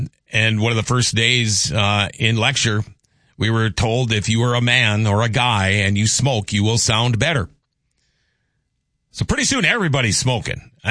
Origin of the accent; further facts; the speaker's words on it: Thief River Falls, Minnesota, United States; I was talking about my old days in radio for back in my hometown. I consider Thief River Falls my hometown.